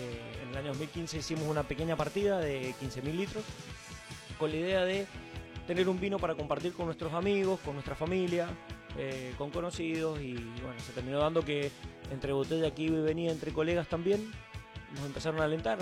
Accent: Mendoza, Argentina; como buenos mendocinos, nosotros somos muy apasionados del vino.

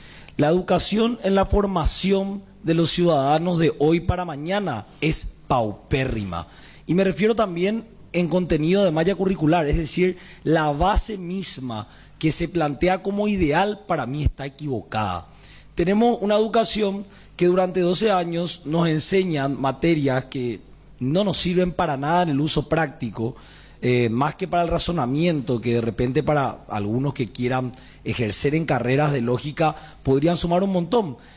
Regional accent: Asunción, Paraguay; Yo soy asunceno y soy candidato a concejal

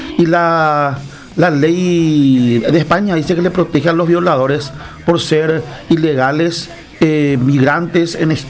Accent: Paraguay; como paraguayos patriotas que somos.

